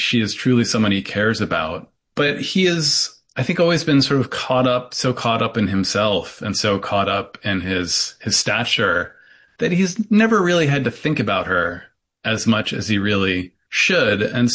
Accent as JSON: {"language": "English", "region": "Rust Belt", "country": "United States", "tie": "born or raised there", "lives_now": "Knoxville, United States", "said": "I grew up in the Rust Belt. I lived up through graduate school in the Rust Belt."}